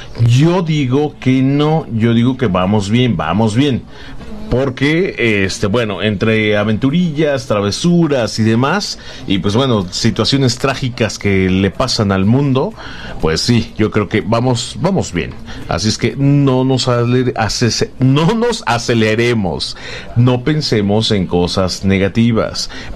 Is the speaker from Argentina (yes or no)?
no; Mexico; Después también dicen que somos República Mexicana, pero aquí el pueblo manda y el pueblo es el que dice, ¿saben qué? Así nos conocen.